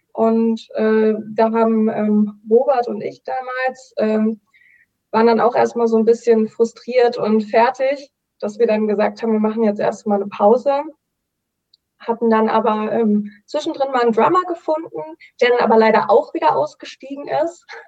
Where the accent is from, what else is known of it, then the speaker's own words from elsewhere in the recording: Brandenburg, Germany; weil die kommt ja aus meinem kleinen Dorf in Brandenburg, wo ich aufgewachsen bin.